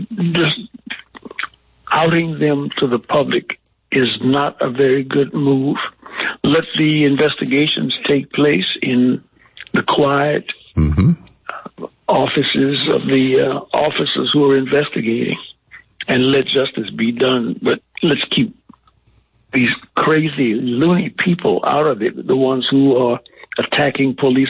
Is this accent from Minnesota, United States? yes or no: no; Opelousas, Louisiana, United States; It's in my hometown of Opelousas. It's has about one-third the population that it had when I was a little boy.